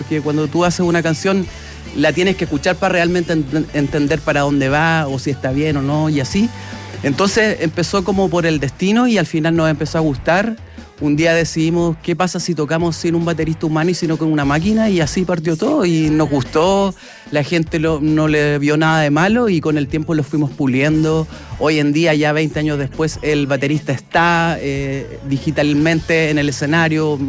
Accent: San Carlos, Ñuble, Chile; Sí, tiene que ver con la longaniza, es que nosotros somos de San Carlos, ¿cachai?

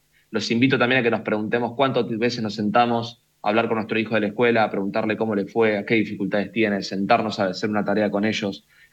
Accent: Argentina; no hay ningún impedimento para que nosotros como argentinos lo podamos hacer.

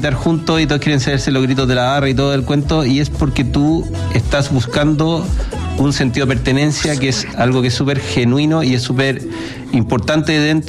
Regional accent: Viña del Mar, Valparaíso, Chile; yo soy de Iña.

